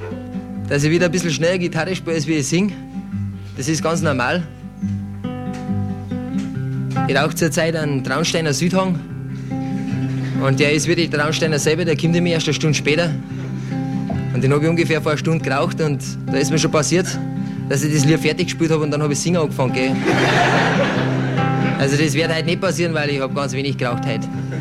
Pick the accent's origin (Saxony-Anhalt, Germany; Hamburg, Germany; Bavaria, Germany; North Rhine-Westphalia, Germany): Bavaria, Germany; Und weil ich da in Bayern bin und ich bin auch ein Bayer